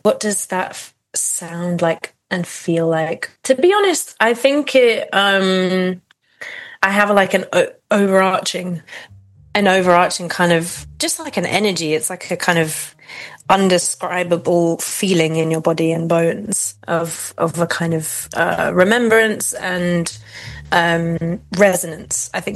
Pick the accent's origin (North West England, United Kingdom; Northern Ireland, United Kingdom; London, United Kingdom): London, United Kingdom; I grew up in Camden Town, which was quite an eclectic place.